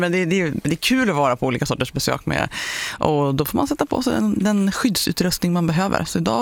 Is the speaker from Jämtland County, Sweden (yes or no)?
yes; Jämtland County, Sweden; Jag är uppväxt i Jämtland.